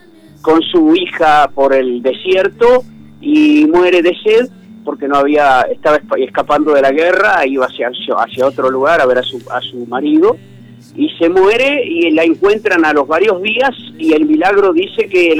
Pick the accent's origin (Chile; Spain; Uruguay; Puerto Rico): Uruguay